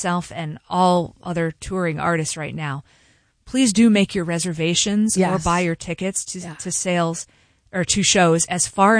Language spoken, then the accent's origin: English; Saratoga Springs, New York, United States; born there; also born or lived in Beacon